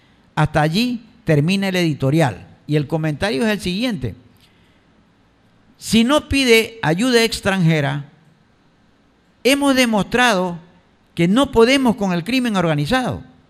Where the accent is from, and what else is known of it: Ecuador